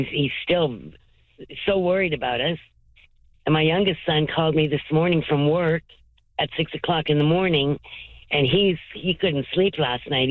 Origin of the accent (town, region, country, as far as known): Ontario, Canada; born or raised there